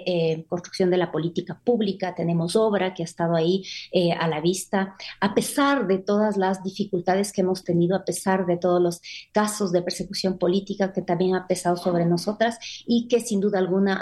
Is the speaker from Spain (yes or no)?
no; Ecuador; como ecuatorianos y ecuatorianas